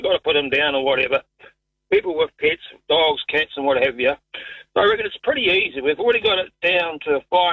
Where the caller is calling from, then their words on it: New Zealand; No, we have dry seasons here too in the winter, in the summer, sorry, as well.